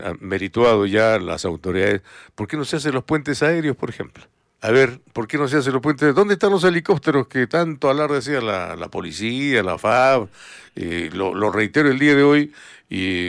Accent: Peru; ¿No somos peruanos también?

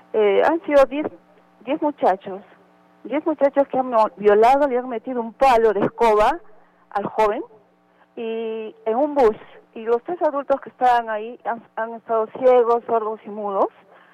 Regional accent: Peru; Todos somos peruanos.

